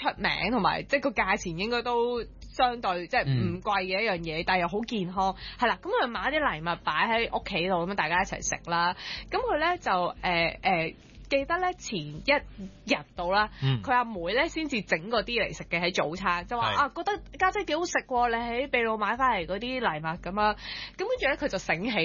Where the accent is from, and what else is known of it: Hong Kong